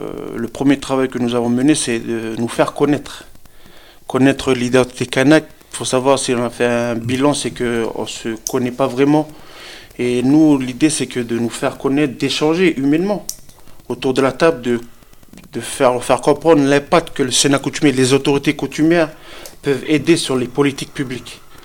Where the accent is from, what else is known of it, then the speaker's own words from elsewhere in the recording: Lifou, Loyalty Islands Province, New Caledonia; chez moi à Lifou